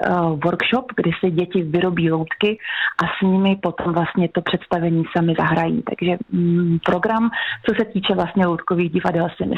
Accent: Lázně Kynžvart, Karlovy Vary Region, Czechia; do toho Kynžvartu ty loutky zase vrátit, oživit to a proto tím, že jsem vlastně rodák

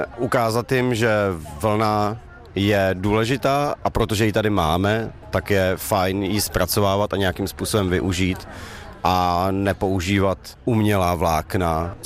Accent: Náchod, Hradec Králové Region, Czechia; jsem od Náchoda.

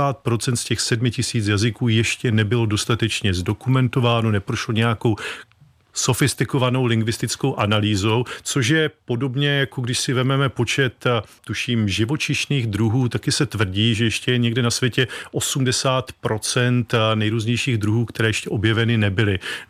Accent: Opava, Moravian-Silesian Region, Czechia; já pocházím ze Slezska, z Opavy, pracuji v Ostravě, takže to je taková, řekněme, příhraniční oblast, kde máme mluvčí polštiny, slovenštiny, máme tady významnou ukrajinskou komunitu

